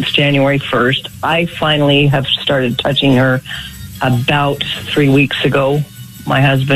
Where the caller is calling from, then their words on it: West Jordan, Utah, United States; West Jordan.